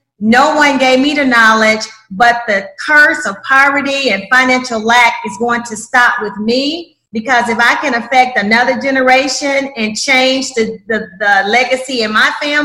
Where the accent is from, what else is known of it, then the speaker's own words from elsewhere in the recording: Chattanooga, Tennessee, United States; moved away as an adult; also born or lived in Atlanta, Georgia; I am of Chattanooga, Tennessee. Lived in Atlanta for 30 years before migrating back to my hometown, and I'm a graduate of the University of Tennessee